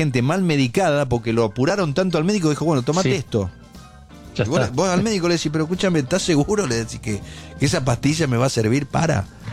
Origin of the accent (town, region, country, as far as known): Argentina